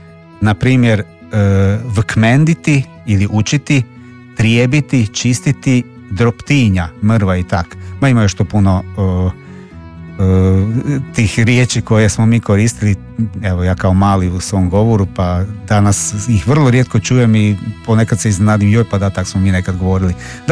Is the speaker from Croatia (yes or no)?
yes; Croatia; accent: Kajkavian; first language Kajkavian; ja sam puno lakše njih razumio